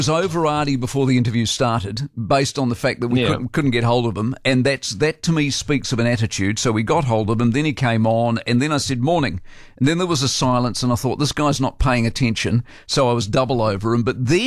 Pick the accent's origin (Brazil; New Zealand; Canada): New Zealand; Christchurch, Canterbury; So I grew up in the Samoan community in Christchurch, which is not literally in the Samoan community, but in the island community.